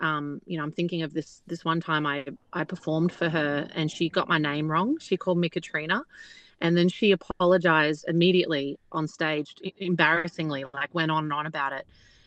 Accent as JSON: {"language": "English", "country": "Australia", "tie": "born or raised there", "said": "my hometown here in Australia"}